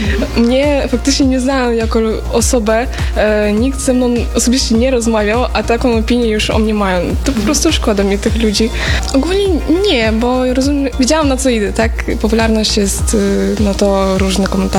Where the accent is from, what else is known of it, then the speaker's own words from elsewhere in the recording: Ukraine; Polish is a second language; now in Poland; że jestem z Ukrainy